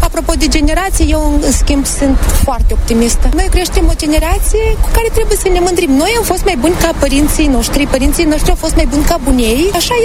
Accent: Moldova; moved away as an adult; now in Italy; Eu sunt moldoveancă

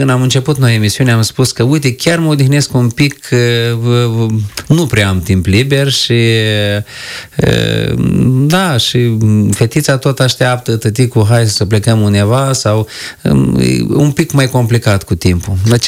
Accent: Tabani, Briceni District, Moldova; Din Tabani, Briceni. Tabani, Briceni, da.

